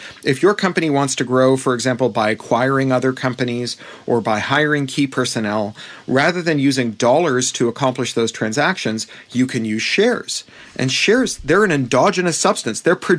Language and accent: English; Toronto, Ontario, Canada; I grew up in Toronto. Like all the best Americans, I'm Canadian.